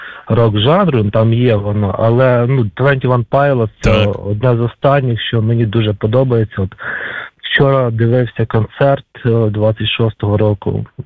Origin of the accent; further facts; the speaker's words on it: Kyiv, Ukraine; Київ. Я з Києва, так.